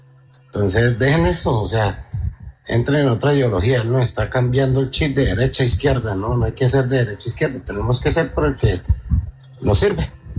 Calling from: Bucaramanga, Santander, Colombia; Desde Bucaramanga.

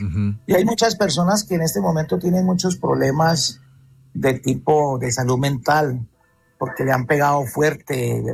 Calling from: Cali, Valle del Cauca, Colombia; Desde la ciudad de Cali.

